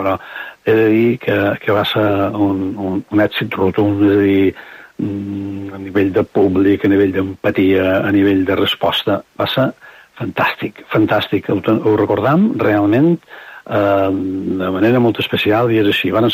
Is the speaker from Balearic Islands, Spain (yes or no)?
yes; Balearic Islands, Spain; nosaltres com a grup mallorquí, amb un humor superlocalista de Mallorca